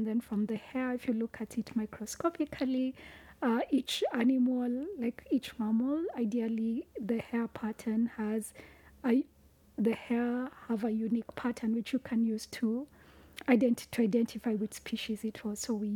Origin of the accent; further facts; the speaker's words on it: Nairobi, Kenya; accent: Kenyan; I was born and raised in Nairobi, the capital city.